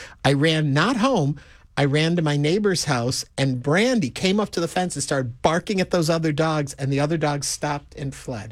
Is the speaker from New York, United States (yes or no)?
yes; New York, United States; On the East Coast, upstate New York, and we have the second least amount of sun in our town in any city in the country outside of Seattle, Washington.